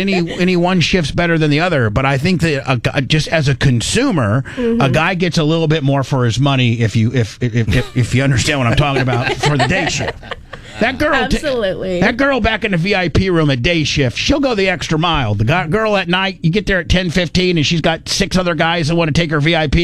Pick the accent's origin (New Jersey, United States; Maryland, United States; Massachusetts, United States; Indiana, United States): Indiana, United States; I come from Indiana.